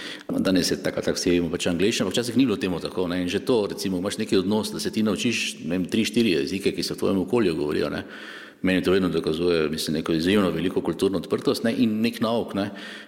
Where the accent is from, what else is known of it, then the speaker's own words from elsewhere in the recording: Maribor, Drava, Slovenia; born there; Jaz sem recimo po očetovi strani iz Prekmure, po mojni strani iz Prlekije, rojen sem v Mariboru, ne? Sem Slovenec, ne moram se čutiti drugače.